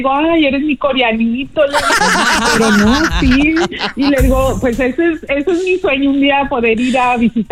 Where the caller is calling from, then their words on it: Mexicali, Baja California, Mexico; De Mexicali.